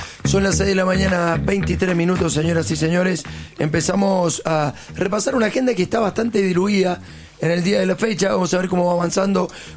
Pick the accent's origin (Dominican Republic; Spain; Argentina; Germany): Argentina; hasta dónde estamos dispuestos nosotros a avanzar como argentinos